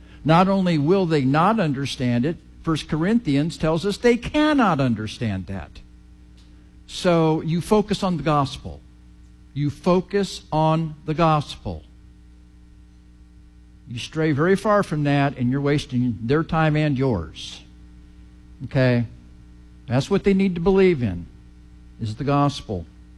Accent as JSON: {"language": "English", "region": "Missouri", "country": "United States", "tie": "born or raised there", "said": "I grew up in Missouri"}